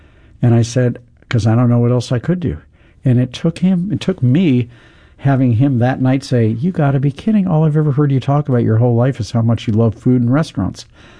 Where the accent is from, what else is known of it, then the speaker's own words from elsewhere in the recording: St. Louis, Missouri, United States; everything I know about hospitality, I learned by growing up here.